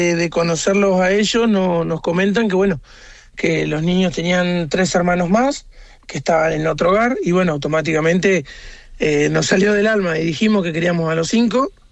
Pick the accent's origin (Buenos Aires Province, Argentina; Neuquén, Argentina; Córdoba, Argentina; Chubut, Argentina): Buenos Aires Province, Argentina; Henderson; Somos de Henderson, provincia de Buenos Aires.